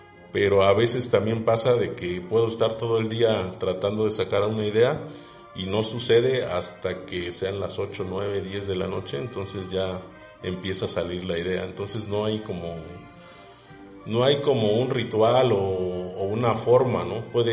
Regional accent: Oaxaca, Mexico; como jojeños o como oaxaqueños

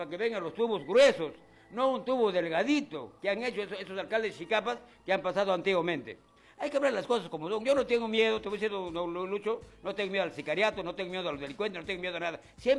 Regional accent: Ucayali, Peru; born there; Yo soy de acá, papá, yo vivo desde el año 1967, 68, yo vivo acá en la Huaitía, yo he llegado con la Huaitía Hermón, yo he llegado muy chivolo acá.

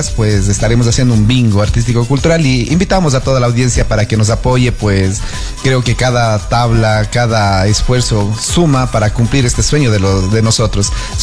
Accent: Cuenca, Azuay, Ecuador; oriundos de la parroquia El Valle. A pesar, la mayoría de integrantes somos del Valle

